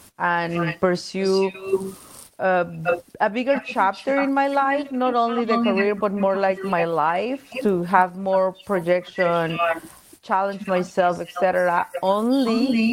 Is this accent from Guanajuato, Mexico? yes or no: no; Mexico City, Mexico; English is a second language; I was born in Mexico City. I'm originally from Mexico.